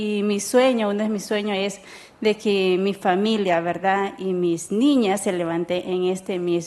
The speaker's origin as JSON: {"language": "Spanish", "country": "Venezuela", "moved": "yes", "lives_now": "Bolivia", "said": "Soy de Venezuela y soy médica misionera acá en Bolivia"}